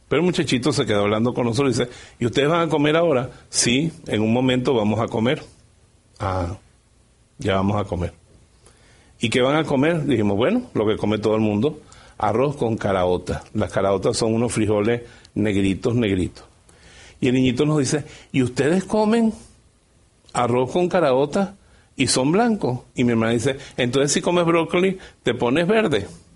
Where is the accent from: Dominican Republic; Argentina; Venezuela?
Venezuela; Bejuma, Carabobo; Yo crecí en Bejuma, en un pueblo de Venezuela